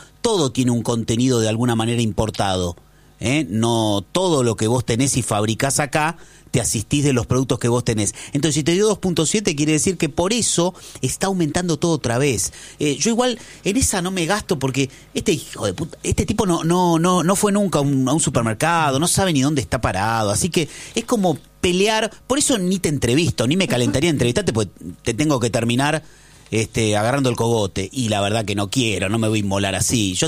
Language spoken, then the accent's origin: Spanish; Argentina; Acá somos todos argentinos